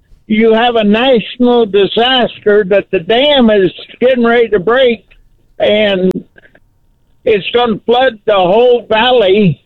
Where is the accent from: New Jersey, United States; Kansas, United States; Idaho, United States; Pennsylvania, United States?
Idaho, United States; Boise; Well, I'm from Boise, but I'm in Snowville, headed to Utah, headed to Salt Lake.